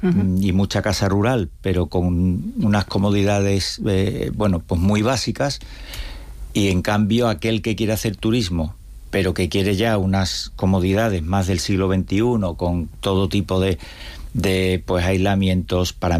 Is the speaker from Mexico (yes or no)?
no; Seville, Andalusia, Spain; also born or lived in Cantabria; Bueno, yo, mi acento me denuncia y he vivido toda mi vida en Sevilla, pero nací en Cantabria, y porque he veraneado siempre en Cantabria.